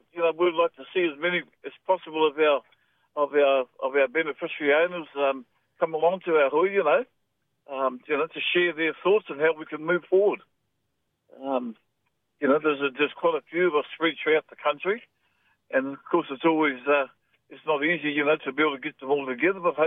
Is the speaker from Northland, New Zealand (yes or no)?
yes; Pārengarenga, Northland, New Zealand; I'm from Ngāpui, from Parangaroa in the north.